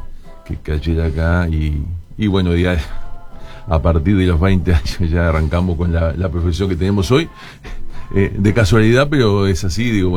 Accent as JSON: {"language": "Spanish", "town": "San José de Mayo", "region": "San José", "country": "Uruguay", "tie": "born or raised there", "also_born_or_lived": "Montevideo", "moved": "yes", "lives_now": "Maldonado, Uruguay", "said": "nací en San José, mis padres eran gente de campo, por supuesto que nací en la ciudad de San José, y estudié en San José los primeros años, y después me vine a Montevideo y llegué a Maldonado a los 17 años."}